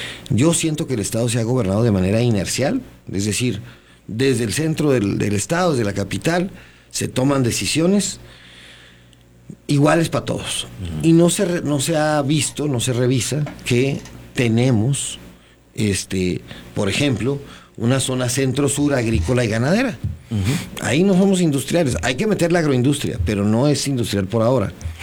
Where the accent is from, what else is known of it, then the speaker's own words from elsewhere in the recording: Mexico; Somos mexicanos